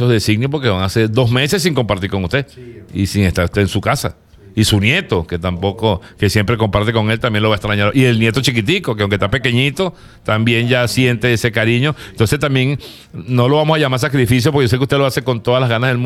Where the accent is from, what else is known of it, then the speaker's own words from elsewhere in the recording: La Guaira, Venezuela; moved away; yo soy de La Guaira, y mi familia estaba incomunicada